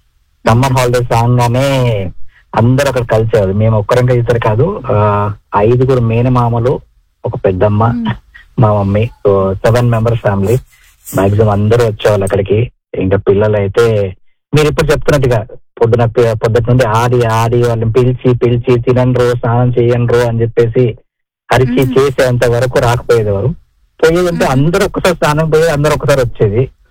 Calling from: Fremont, California, United States; Fremont అండి.

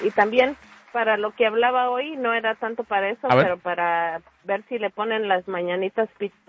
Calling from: Mexico City, Mexico; Somos del DF.

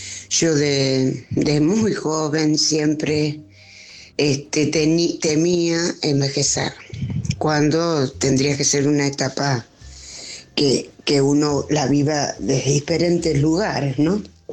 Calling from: Morón, Buenos Aires Province, Argentina; de Morón.

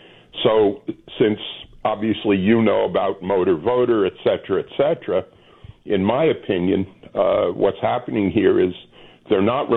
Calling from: Boston, Massachusetts, United States; I've lived here in the Commonwealth for almost 50 years, since I was a student.

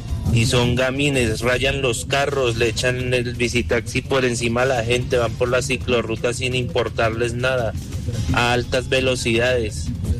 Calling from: Soacha, Cundinamarca, Colombia; Sí, esos bicitaxis de allá de Soacha, yo vivo en Soacha

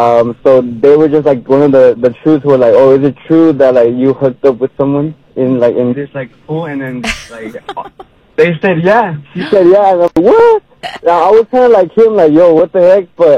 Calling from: West Hollywood, California, United States; I'm from West Hollywood.

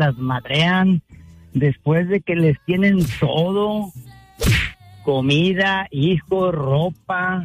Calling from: West Point, United States; Y acá los esperamos en West Point.

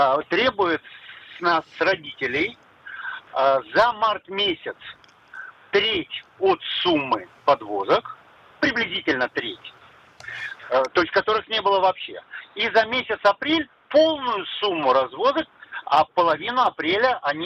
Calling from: Kiryat Ata, Haifa District, Israel; я из Сириатака.

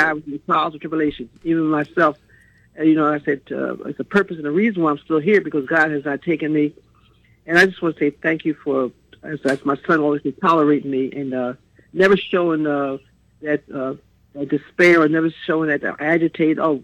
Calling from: Milford, Delaware, United States; I'm calling from Milford, Delaware, 50 miles from Rehoboth.

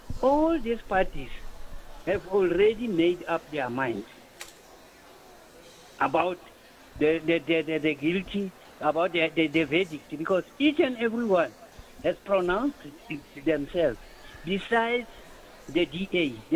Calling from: Bloemfontein, Free State, South Africa; No, I'm phone from Bloemfontein.

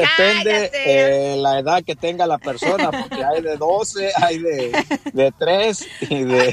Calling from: Michoacán, Mexico; Puro Michoacán

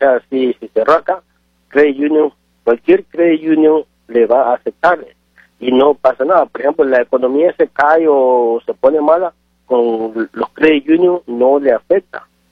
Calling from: Ecuador; Le estoy llamando desde Ecuador.

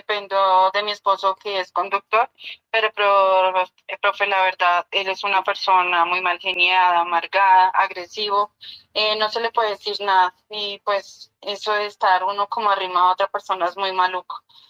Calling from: Silvania, Cundinamarca, Colombia; Lo llamo desde Silvania, Cundinamarca.

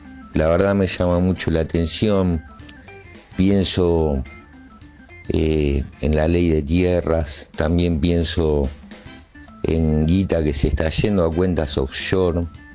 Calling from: Lomas de Zamora, Buenos Aires Province, Argentina; Te llamo por lo siguiente. Yo soy de Lomas de Zamora, trabajo en la zona

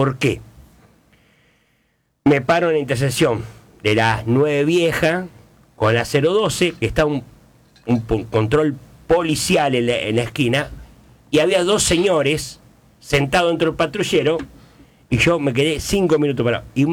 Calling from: Argentina; Como todo argentino, no hacemos caso.

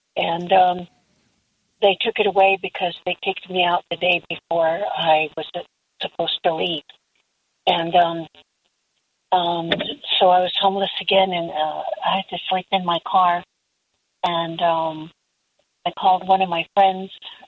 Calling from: Albuquerque, New Mexico, United States

